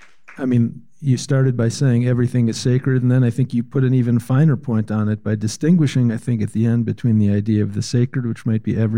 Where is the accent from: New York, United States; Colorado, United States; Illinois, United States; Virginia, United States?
Illinois, United States; Chicago; now in Portland, United States; I grew up without the word church. I was raised Jewish in Chicago.